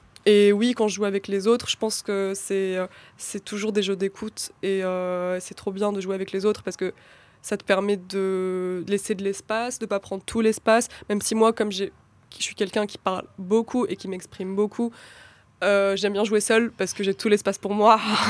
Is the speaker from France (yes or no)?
no; Kabylie, Algeria; moi aussi je suis kabyle, donc on parle un peu Azul Flawen, etc.